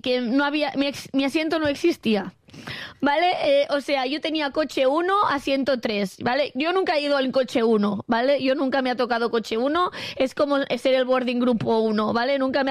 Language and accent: Spanish; Catalonia, Spain; Evidentemente, yo pensaba que no podía ser más catalana, pues... pues ahora soy más catalana aún.